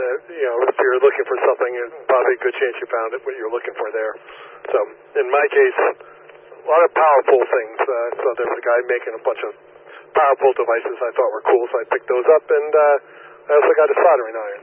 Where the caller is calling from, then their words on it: Torrington, Connecticut, United States; I'm in Torrington right now. Well, I'm coming from the Hamfest up north, so I'm on the Torrington repeater.